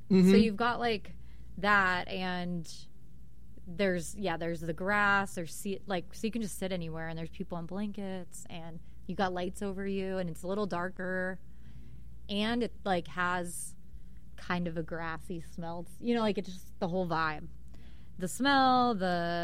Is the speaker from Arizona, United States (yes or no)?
yes; Tucson, Arizona, United States; Growing up in Tucson is a big rodeo town, too.